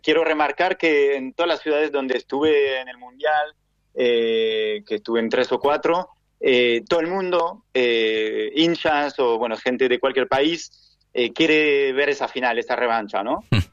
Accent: France; Soy francés

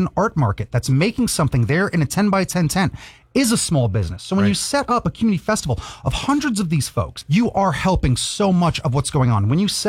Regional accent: Long Island, New York, United States; I'm from Long Island, where it's got the highest taxes, the highest paid police, the highest paid teachers, the highest bills, the highest everything.

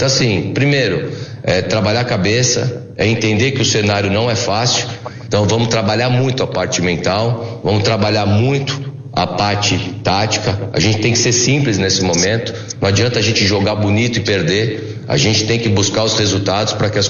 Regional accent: São Paulo, Brazil; cara, eu sou aqui de São Paulo, né? O que me trouxe vir aqui para Ponte Preta é o desafio.

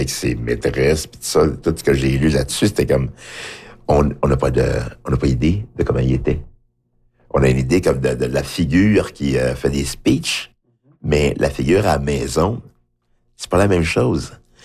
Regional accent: Haiti; Je sais pas, je viens d'Haïti, mais je suis en Haïti, mais qu'est-ce que ça veut dire?

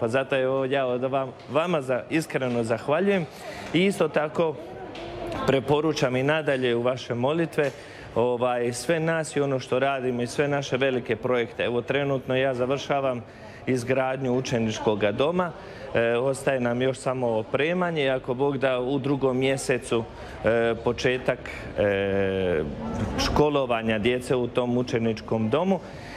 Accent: Luke Brankovići parish, Federation of Bosnia and Herzegovina, Bosnia & Herzegovina; moved away as an adult; now in Bolivia; Franjevac Kapucin i rodom sam iz Župe Zavidović

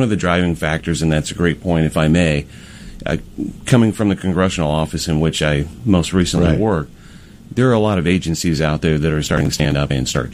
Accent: Murphysboro, Illinois, United States; Murfreesboro, Illinois.

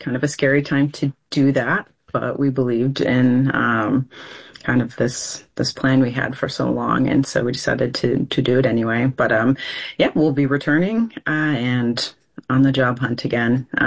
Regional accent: California, United States; Tended to say we were from California instead of the U.S.

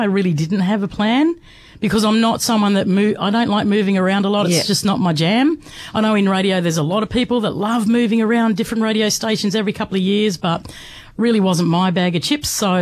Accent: Bega, New South Wales, Australia; I don't really want to move back to Bega because, you know, it was my hometown. It's where I grew up.

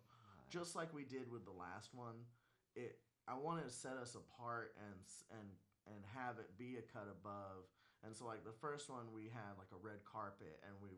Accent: Chattanooga, Tennessee, United States; We are called … We're from Chattanooga, and thanks for listening to us.

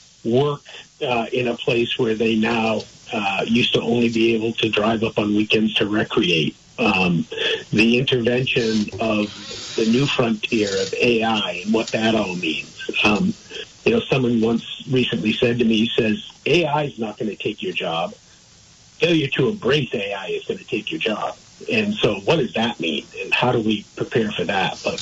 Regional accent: East Montpelier, Vermont, United States; born there; I was born in East Montpelier. I said, I like looking at the Worcester mountain range from this side, because when I grew up, I looked at it from the other side.

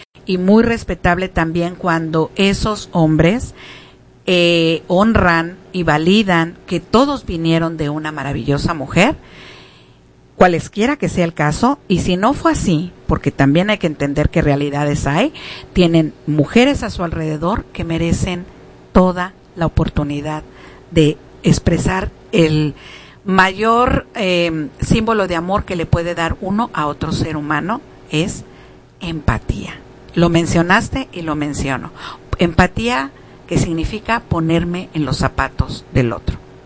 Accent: Guadalajara, Jalisco, Mexico; now in Seattle, United States; regresar a mi tierra

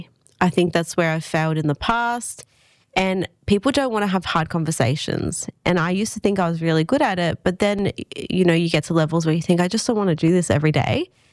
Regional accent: Sydney, New South Wales, Australia; now in Goulburn, Australia; It is a nicer world, I would say, because I came from Sydney originally. And people are always like, oh, you know, do you like Goulburn? I'm like, I love Goulburn. I would never leave.

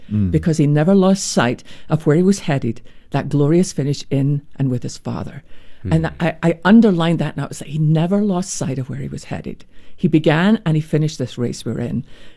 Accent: Scotland, United Kingdom; because I'm Scottish and we use everything.

